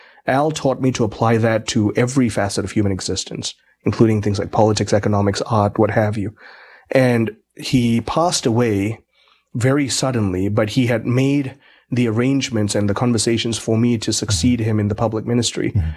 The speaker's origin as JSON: {"language": "English", "country": "Malaysia", "said": "We're about four or five generations into being Malaysian, so pretty separated from the Indian heritage. And we are, like I said, nominally Catholic. And so I became an atheist from a very young age."}